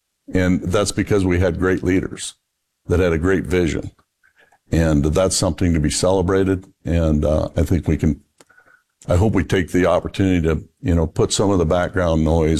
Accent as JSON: {"language": "English", "region": "South Dakota", "country": "United States"}